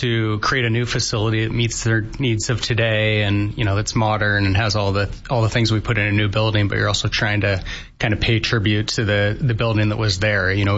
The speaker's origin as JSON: {"language": "English", "town": "Bend", "region": "Oregon", "country": "United States", "tie": "born or raised there", "said": "partly because I grew up in Bend, and so I've seen the need at Bend High for all these years."}